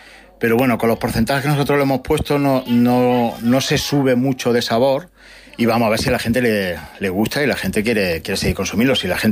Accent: Villena, Valencian Community, Spain; pero luego que somos de Villena, y aparte con mucho orgullo de llevar el pueblo el nombre de Villena a todos los sitios donde vamos

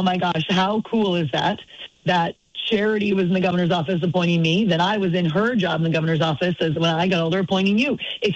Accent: Newberry, Vermont, United States; I grew up in Newberry, Vermont, small town, you know, on a dirt road, because my parents thought Vermont was the best place in the world to raise a family.

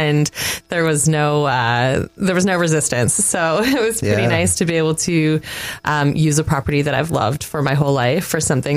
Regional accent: Haliburton, Ontario, Canada; I was born and raised here in Haliburton and lived on a beautiful farm on Ritchie Falls Road

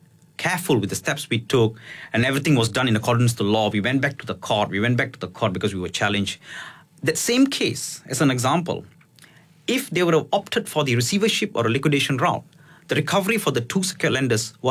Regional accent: Malaysia; we as Malaysian

